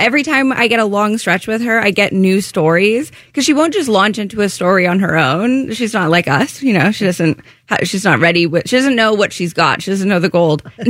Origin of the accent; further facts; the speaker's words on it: Canada; now in Los Angeles, United States; I am Canadian, as is my mom. She was actually just visiting me in L.A. for a while.